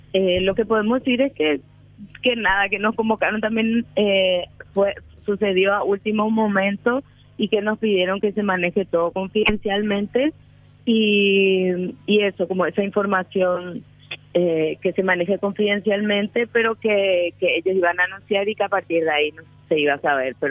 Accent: Paraguay

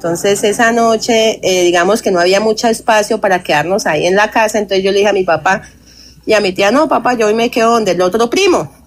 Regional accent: Bucaramanga, Santander, Colombia; born there; also born or lived in Meta, Colombia; now in Piedecuesta, Colombia; Yo soy del departamento del Meta. Uh-huh. Y cuando tenía como 16 años, mi papá, a nosotros nos trajeron para Bucaramanga, bueno. Y cuando teníamos como, a mí me trajeron de 8 años y cuando tenía como 16 años, a mí me llevaron otra vez a Villavicencio a visitar la familia porque siempre mi familia es de allá del llano.

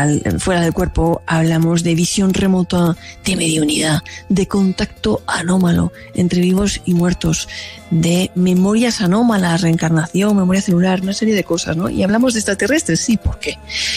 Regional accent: Spain; moved away as an adult; now in Colombia; en mi país, España

